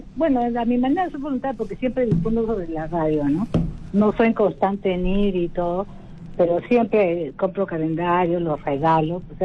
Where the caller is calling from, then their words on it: Lima, Peru; de Magdalena.